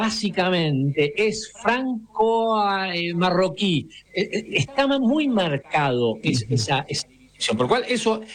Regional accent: Argentina

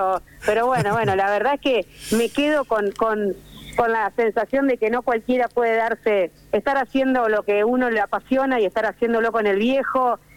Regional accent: Arrecifes, Buenos Aires Province, Argentina; De Arrecifes, cuna de campeones, provincia de Buenos Aires.

